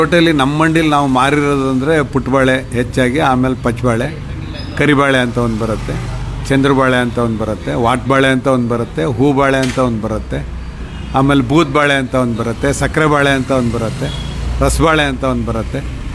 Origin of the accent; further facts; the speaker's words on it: Kadathur, Karnataka, India; moved away as an adult; also born or lived in Kammardi; now in Shivamogga, India; ನಾವು ಹುಟ್ಟಿದ್ದು ತೀರ್ಥಹಳ್ಳಿ ತಾಲೂಕು ಕಡತೂರು ಅಂತ. ಅದಾದಮೇಲೆ ಕಡತೂರಿನಲ್ಲಿ 1-7 ಓದು, ಆಮೇಲೆ 8, 9, 10 ಕಮ್ಮರ್ಡಿ ಅಂತ ಹೇಳಿ ಅಲ್ಲಿಂದ 5 ಕಿಲೋಮೀಟರ್ ದೂರದಲ್ಲಿ ಕಮ್ಮರ್ಡಿ